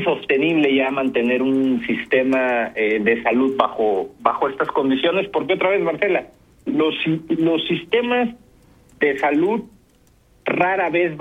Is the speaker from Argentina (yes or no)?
no; Mexico